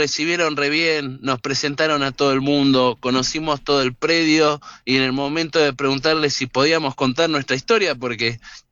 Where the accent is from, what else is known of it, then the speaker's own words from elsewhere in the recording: Mar del Plata, Buenos Aires Province, Argentina; Justo somos de Mar del Plata